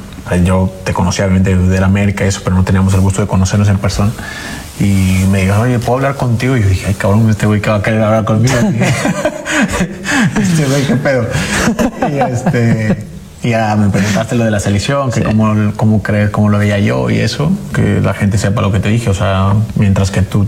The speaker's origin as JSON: {"language": "Spanish", "country": "Mexico", "said": "si yo como mexicano lo veía correcto."}